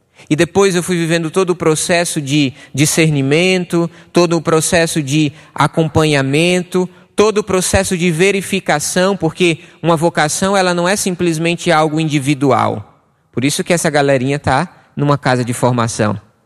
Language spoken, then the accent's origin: Portuguese; Paraíba, Brazil; now in São Paulo, Brazil; eu sou lá da Paraíba